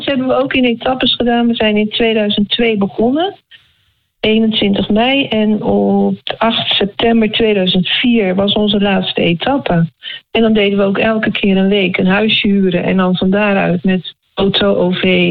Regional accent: Rotterdam, South Holland, Netherlands; now in Maarssen, Netherlands; Want wij komen oorspronkelijk uit Rotterdam. We zijn naar Maarsen verhuisd.

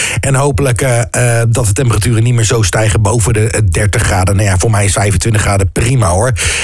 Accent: Netherlands; Maar ja, daar zijn we Nederlanders voor.

